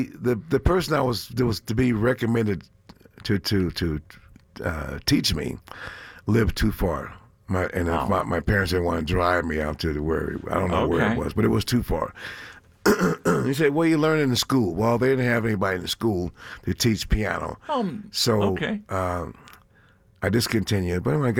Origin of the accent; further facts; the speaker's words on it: San Francisco, California, United States; also born or lived in Spokane / New Orleans; Well, I was born in Spokane. Year and a half, we stayed there and went back to New Orleans, where my mother was from. Until I was about five, and then we moved to San Francisco, where my father was discharged from the Army.